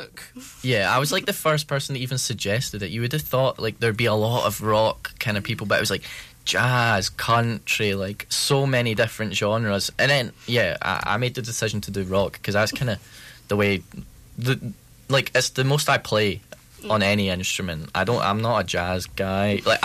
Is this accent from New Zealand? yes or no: no; Livingston, Scotland, United Kingdom; now in Aberdeen, United Kingdom; I'm the bassist. I'm from Livingston, down in the Central Belt, away from Aberdeen, so away from home, sadly.